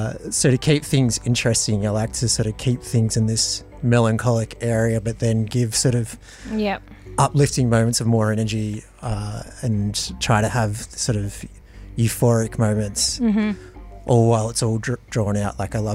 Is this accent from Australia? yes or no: yes; Flinders Island, Tasmania, Australia; moved away as an adult; also born or lived in Launceston, Australia / Hobart, Australia; now in Melbourne, Australia; Before I'd moved back to Hobart, I am originally from Flinders Island, off the northeast coast of Tasmania. It's a small community of 1,000 people.